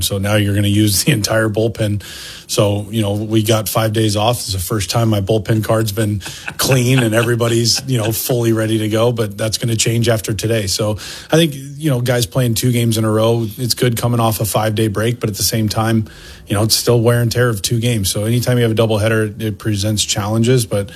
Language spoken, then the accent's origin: English; California, United States; Maybe not since high school, growing up in California with the heat index and the smog.